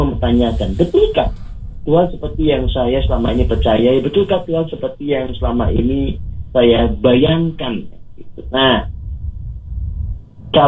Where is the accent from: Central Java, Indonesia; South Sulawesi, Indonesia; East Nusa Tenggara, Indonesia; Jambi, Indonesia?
Central Java, Indonesia; Magelang; also born or lived in Cirebon / Bali; Jadi kan saya ini masa kecil itu dulu pernah di Kota Magelang, Bung Sapir. Kemudian juga pernah di Cirebon, pernah di Bali ya.